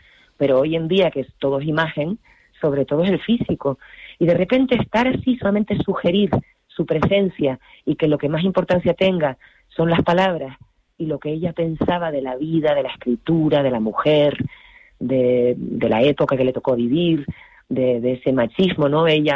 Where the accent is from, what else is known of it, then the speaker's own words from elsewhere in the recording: Las Palmas de Gran Canaria, Canary Islands, Spain; yo soy de Gran Canaria, yo soy de Las Palmas.